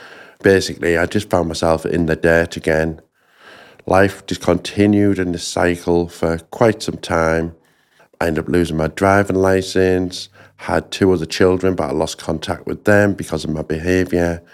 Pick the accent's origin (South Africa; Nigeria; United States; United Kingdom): United Kingdom; Hartlepool, North East England; born or raised there